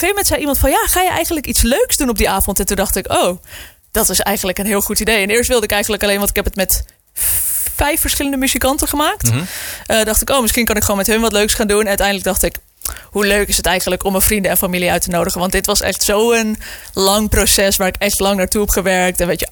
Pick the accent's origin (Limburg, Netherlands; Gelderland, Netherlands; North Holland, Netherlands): North Holland, Netherlands; Amsterdam; Ik kom zelf uit Amsterdam.